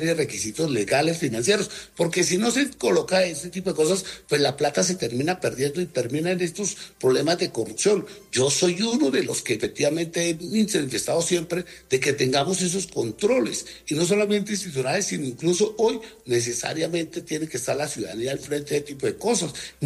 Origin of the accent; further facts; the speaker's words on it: Colombia; Allí tenemos nosotros, es que como colombianos, hacer una veeduría que esa ejecución se haga y se haga correctamente.